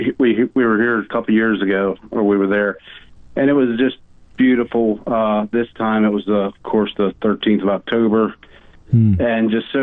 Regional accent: Maryland, United States; I'm from Maryland. I grew up in Maryland, okay.

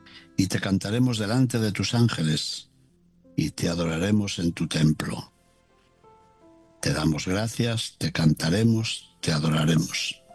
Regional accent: Castile and León, Spain; moved away; mi tierra de León

